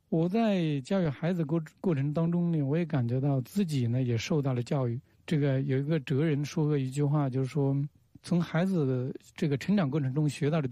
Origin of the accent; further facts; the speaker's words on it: Huanggang, Hubei, China; moved away; 我小时候在农村长大的，从那个湖北黄冈的一个农村出来，